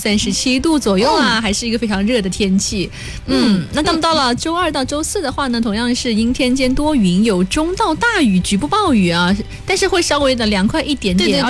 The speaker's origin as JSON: {"language": "Chinese", "country": "China"}